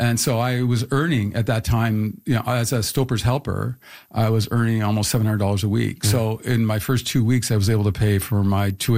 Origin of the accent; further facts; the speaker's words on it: St. Catharines, Ontario, Canada; Well, when I was there, my father worked in the engine block and also doing some welding as well.